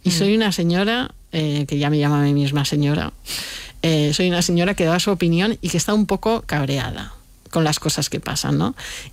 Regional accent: Alicante, Valencian Community, Spain; Yo creo que primero porque soy de Alicante, porque no vivo en Madrid

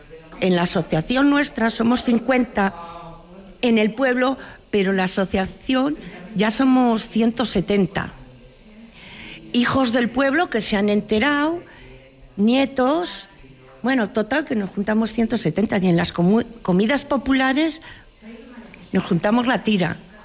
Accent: Palacios de Campos, Castile and León, Spain; born there; now in Villanueva de San Mancio, Spain; soy de Villanueva de Salmancio. Bueno, nacida en Palacios de Campos y casada en Villanueva de Salmancio. Llevo 47 años aquí en este pueblo

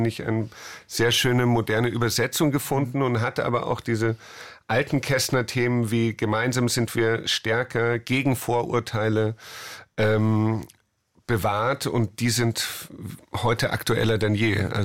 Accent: Munich, Bavaria, Germany; Also auch wenn ich als Münchner dann diesen Stoff mache in Berlin.

